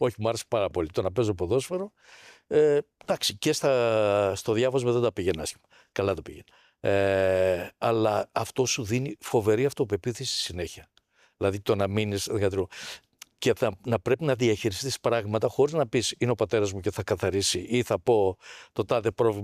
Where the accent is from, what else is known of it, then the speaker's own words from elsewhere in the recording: Peloponnese, Greece; Μεγάλωσα στο Μάνερ Αρκαδίας καταρχάς.